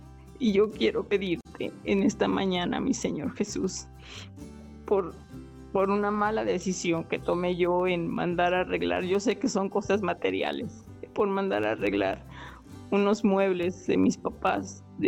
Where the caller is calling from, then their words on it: Guadalajara, Jalisco, Mexico; De aquí, de Guadalajara.